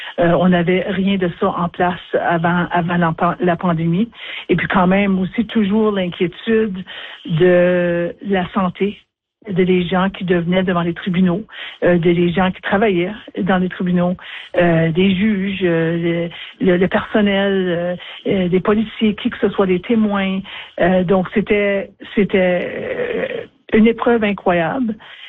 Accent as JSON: {"language": "French", "town": "Timmins", "region": "Ontario", "country": "Canada", "tie": "born or raised there", "lives_now": "Ottawa, Canada", "said": "je suis native du nord de l'Ontario. J'ai vécu toute ma vie à Timmins, qui est quand même pas trop loin de North Bay."}